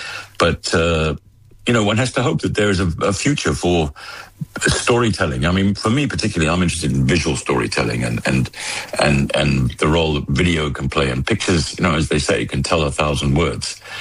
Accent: South Africa; moved away as an adult; now in Europe; I would return home, obviously, because I'm South African and I've always been South African.

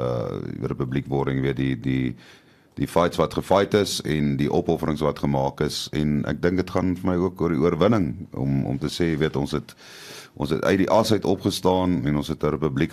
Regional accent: Pretoria, Gauteng, South Africa; Ek kom hier van Pretoria af en as kind en jong mens, jy weet, jong man baie gaan jag hier in Noord-Transvaal.

